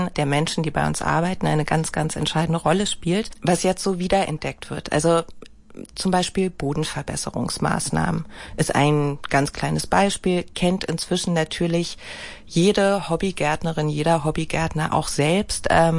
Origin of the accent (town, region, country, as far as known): Berlin, Germany